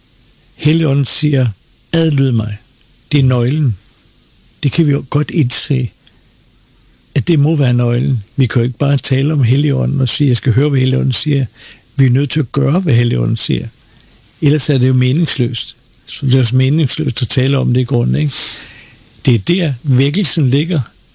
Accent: Copenhagen, Capital Region of Denmark, Denmark; jeg ved ikke, om det var fordi, jeg var københavner

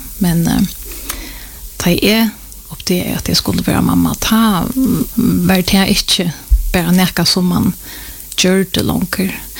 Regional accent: Klaksvík, Faroe Islands; moved away as an adult; now in Gøta, Faroe Islands; 42 år gammel, født og oppvaksen i Klaksvik. Men jeg har bo i Göte og i Nekvar etter håndene, det var i 2003

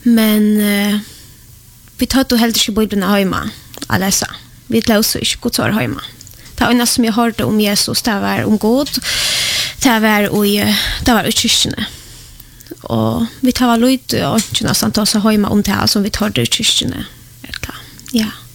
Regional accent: Poland; now in Sweden; jag är född och uppvuxen I Polland och en äldre lärare byggt och jag är uppvuxen I en katolska familj

